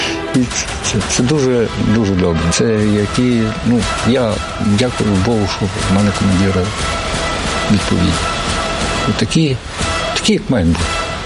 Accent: Lokitka, Ivano-Frankivsk Oblast, Ukraine; Я сам родом з Прикарпаття, Івано-Франківська область, Тумський район, село Локітка. Хоча мені зараз 58-й пішов, поки що в селі.

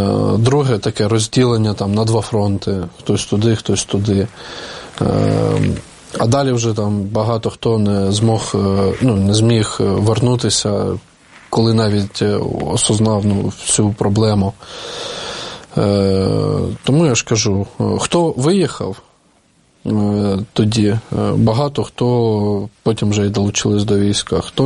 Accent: Sloviansk, Donetsk Oblast, Ukraine; moved away as an adult; also born or lived in Kharkiv; Після там 14-го року подій там у Слов'янську, я просто виїхав з Донецької області, вже то продовжував жити в Харкові

